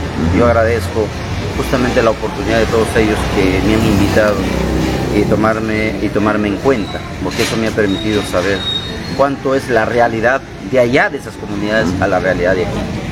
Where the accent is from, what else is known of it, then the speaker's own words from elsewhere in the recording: Copallín, Amazonas, Peru; Bagua, que es nuestra casa, recordemos que yo soy de Copallín